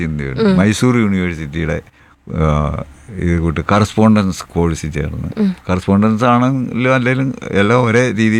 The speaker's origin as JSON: {"language": "Malayalam", "town": "Arikuzha", "region": "Kerala", "country": "India", "tie": "born or raised there", "said": "തൊടുപുഴ തന്നെയാണ്. തൊടുപുഴ അരിക്കുഴ എന്ന് പറഞ്ഞ ഗ്രാമത്തിലാണ് ഞാൻ ജനിച്ചതും വളർന്നതും. അരിക്കുഴ ASS UPSലാണ് പഠിച്ചത്."}